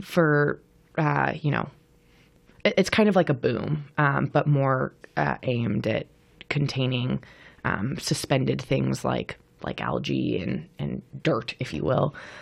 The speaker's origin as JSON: {"language": "English", "town": "Austin", "region": "Texas", "country": "United States", "tie": "born or raised there", "moved": "yes", "lives_now": "Portland, United States", "said": "growing up in Austin, Texas, every neighborhood has a free pool and a splash pad"}